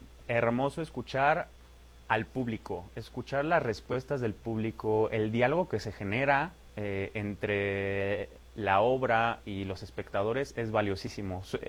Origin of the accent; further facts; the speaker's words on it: Aguascalientes, Mexico; Somos hidrocálidos, talento hidrocálido que viene a darle una probadita de la Ciudad de México, de lo que se hace allá.